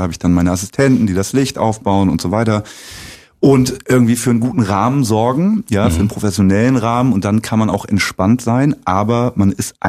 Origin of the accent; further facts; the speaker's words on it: Lower Saxony, Germany; now in Zeuthen, Germany; Ich bin Brandenburger, Wahlbrandenburger. Ich wohne seit jetzt 6 Jahren in Zeuthen